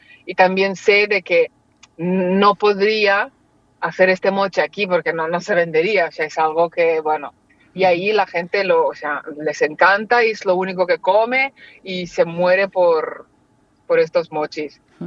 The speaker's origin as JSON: {"language": "Spanish", "country": "Moldova", "moved": "yes", "lives_now": "Barcelona, Spain", "said": "En una tienda en Moldavia, de donde soy yo, hace como 10 años, y me ha parecido una buena idea y que pensé que podría triunfar en España, bueno, en Barcelona"}